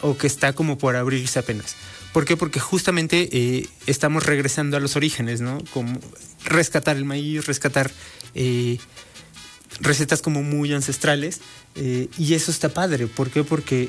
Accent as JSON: {"language": "Spanish", "region": "Puebla", "country": "Mexico", "said": "Yo vengo de la Sierra Poblana Mixteca, o sea, muy cerca de Oaxaca."}